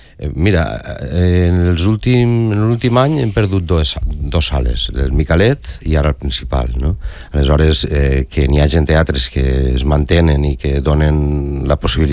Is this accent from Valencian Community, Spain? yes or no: yes; Alcoy, Valencian Community, Spain